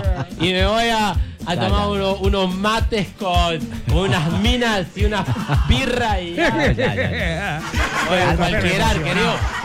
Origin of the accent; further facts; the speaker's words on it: Argentina; Somos argentinos, querido. Los argentinos tenemos eso.